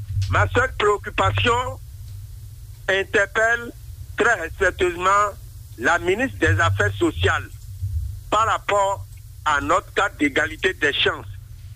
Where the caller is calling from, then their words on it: Porto-Novo, Ouémé, Benin; je vous appelle depuis Hollanda, de Porto-Novo.